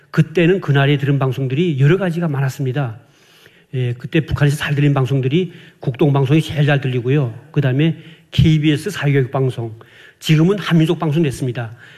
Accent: Hyesan, Ryanggang, North Korea; 저희 그 해산시가 강 건너편, 압록강 건너편이 중국 그 장백현이라고

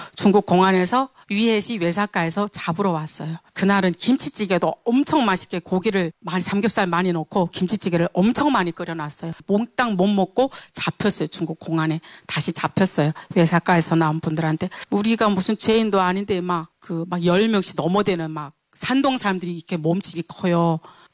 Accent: North Korea; moved away as an adult; also born or lived in China; now in South Korea; 북한에서는 결혼 안 하고 중국에서 애 아빠를 만나서 살았지만

